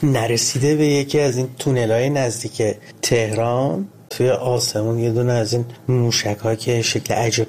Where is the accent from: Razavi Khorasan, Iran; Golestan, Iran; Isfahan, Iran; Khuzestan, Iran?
Khuzestan, Iran; Ahvaz; من کودکیم توی جنگ گذروندم، اهواز، و در تمام طول 8 سال جنگ من با این سیر افزایشی بمباران ها بزرگ می شدم.